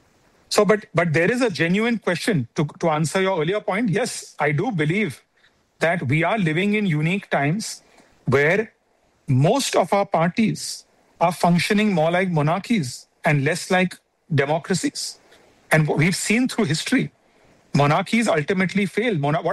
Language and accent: English; India; I believe as an Indian, I want a strong opposition in my country.